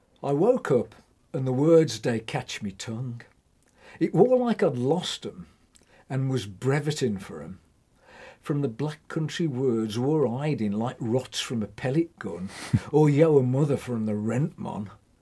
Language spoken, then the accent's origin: English; West Midlands, United Kingdom; accent: Black Country; I was born on the Saltwells Estate, just across the other side of the woods from where we are now in the Merry Hill Centre. So it was very Black Country